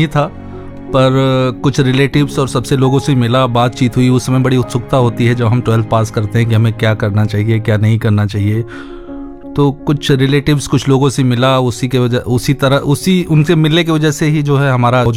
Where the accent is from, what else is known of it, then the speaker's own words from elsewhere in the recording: Gonda, Uttar Pradesh, India; मैं यहीं गोंडा का रहने वाला हूँ। गोंडा के पास ही एक छोटा सा विलेज है चांदपुर, वहीं का रहने वाला हूं। मेरी शिक्षा दीक्षा भी गोंडा में ही हुई है।